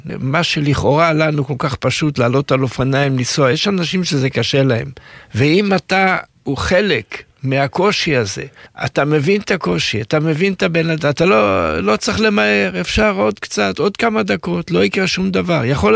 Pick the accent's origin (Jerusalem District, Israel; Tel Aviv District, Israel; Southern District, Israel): Jerusalem District, Israel; Jerusalem; אני נולדתי בירושלים